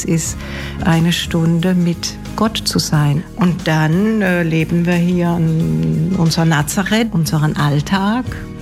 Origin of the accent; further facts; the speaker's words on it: Baden-Württemberg, Germany; born there; Ich komme gebürtig aus dem Schwarzwald, aber als kleine Schwester war ich viel mit Sinti und Roma unterwegs und bin vor 10 Jahren zurückgekommen und seither bin ich jetzt hier in Thüringen